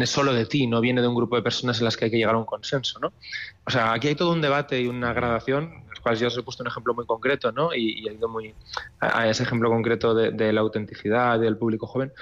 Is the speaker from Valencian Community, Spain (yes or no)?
yes; Valencia, Valencian Community, Spain; born there; Yo nací en Valencia.